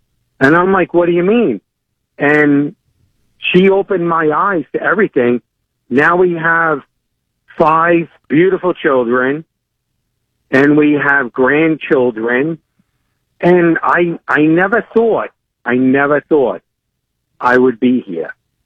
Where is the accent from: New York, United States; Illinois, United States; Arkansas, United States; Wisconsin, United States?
New York, United States; Staten Island; I grew up in Staten Island. I grew up as a Democrat.